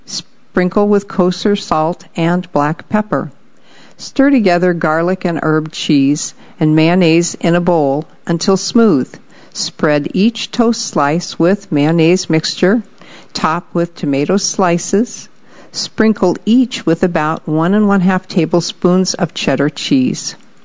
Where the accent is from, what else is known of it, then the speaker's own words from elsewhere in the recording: Arizona, United States; Well, we're from Arizona, but that's still, it's not the South like the southeastern United States.